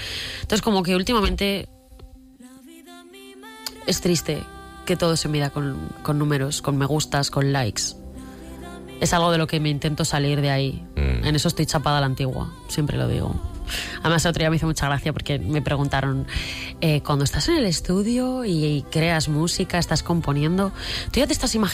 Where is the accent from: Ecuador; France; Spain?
Spain; Zaragoza, Aragon; moved away as an adult; now in Madrid, Spain; yo ahora pues ya no vivo en Zaragoza, yo soy de Zaragoza, ya no vivo allí, vivo en Madrid